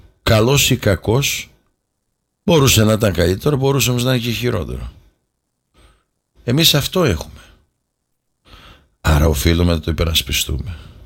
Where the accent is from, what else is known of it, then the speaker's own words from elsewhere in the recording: Greece; η Ελλάδα μας, η χώρα μας, η πατρίδα μας, ο λαός μας